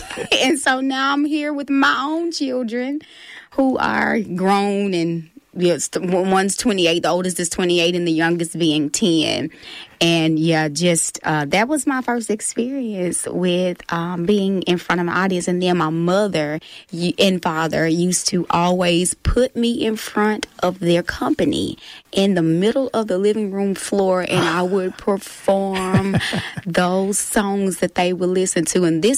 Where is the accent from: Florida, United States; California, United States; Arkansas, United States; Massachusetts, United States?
Arkansas, United States; because I am from Arkansas, but it really speaks volumes of the what a woman from the South usually, you know, entails.